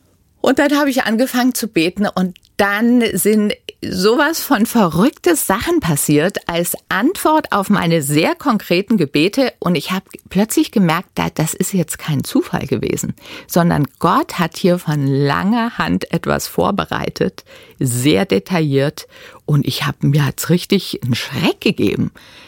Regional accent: Bavaria, Germany; born or raised there

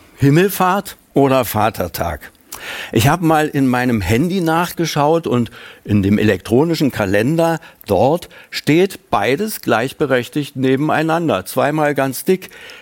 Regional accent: Berlin, Germany; Als Berliner habe ich das in Berlin-Kreuzberg oft erlebt

